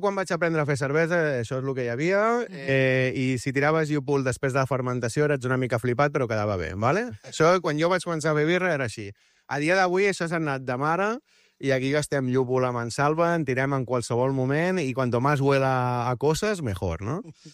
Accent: Arenys de Mar, Catalonia, Spain; Arenys de Mar, sempre. Capital de l'Almaresma.

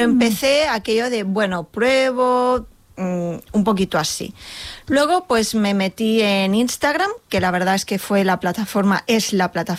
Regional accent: Molins de Rei, Catalonia, Spain; also born or lived in Barcelona; Bueno, yo nací en Barcelona, soy nacida en Barcelona, pero yo me he criado aquí en Molins.

